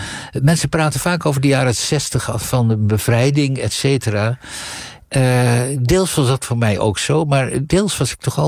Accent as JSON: {"language": "Dutch", "town": "Leeuwarden", "region": "Friesland", "country": "Netherlands", "tie": "born or raised there", "moved": "as an adult", "lives_now": "Amsterdam, Netherlands", "said": "Want ik groeide op in Leeuwarden. En Friesland is echt, het is me na aan het hart gebakken, maar de wereld is soms ook wel heel klein. Dus ik op mijn 18e wilde ik niks anders dan als een speer naar Amsterdam."}